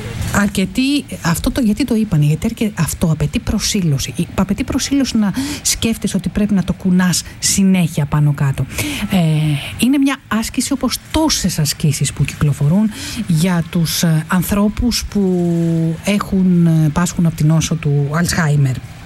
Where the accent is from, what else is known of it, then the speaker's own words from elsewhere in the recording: Thessaly, Greece; Και εγώ λίγο πιο γίνει... δίπλα από τα Τρίκαλα.